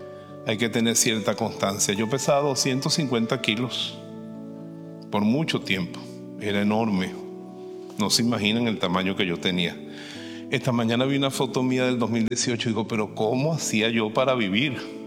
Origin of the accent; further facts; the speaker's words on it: Venezuela; moved away; Ella vivía allá en mi tierra, en Venezuela.